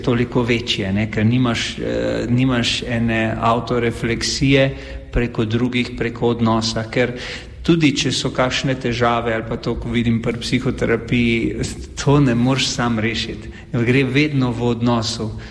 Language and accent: Slovenian; Mozirje, Savinjska, Slovenia; also born or lived in Celje / Prekmurje; now in Ptujska Gora, Slovenia; odraščal sem v Mozirju, potem obiskoval gimnazijo v Celju